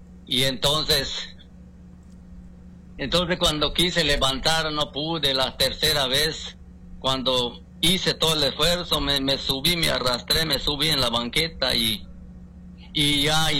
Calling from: Cancún, Quintana Roo, Mexico; aquí de Cancún

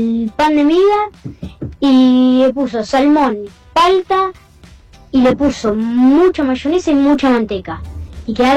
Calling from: Villa Ballester, Buenos Aires Province, Argentina; de Buenos Aires, Villa Ballester.

